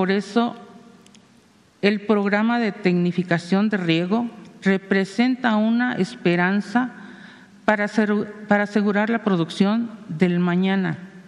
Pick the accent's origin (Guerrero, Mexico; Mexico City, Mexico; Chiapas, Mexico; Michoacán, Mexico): Michoacán, Mexico; Maravatío; vengo del oriente de Michoacán, de Marabatío, una región productora de maíz donde nuestros abuelos enseñaron a sembrarlo y hoy lo hacemos con pasión y arraigo.